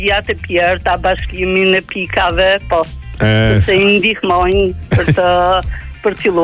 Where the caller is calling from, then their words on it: Berat, Berat County, Albania; Unë jam nga Berati, jam mësuese.